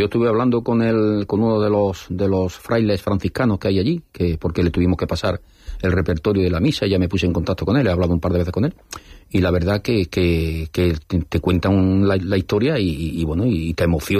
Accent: Linares, Andalusia, Spain; un puñado de linarenses que vamos a estar allí

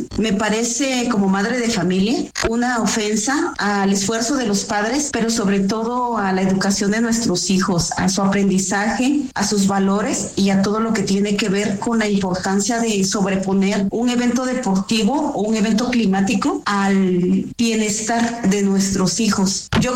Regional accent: Mexico; pero el mundial, a mi parecer, pues como mexicano no nos aporta absolutamente nada.

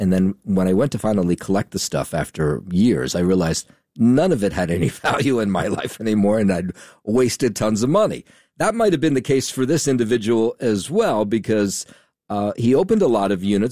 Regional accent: Trenton, New Jersey, United States; my hometown of Trenton

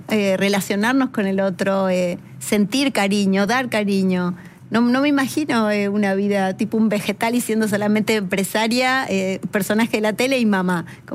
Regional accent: Argentina; me gusta hacer las cosas acá, me gusta ser creativa acá, en mi país. Me ofrecieron trabajar en otros países y no sé, como que siempre dije, quiero vivir acá, quiero que mis hijos se críen con una mentalidad argentina también.

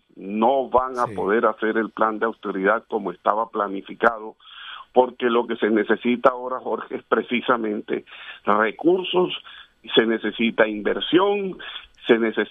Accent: Colombia

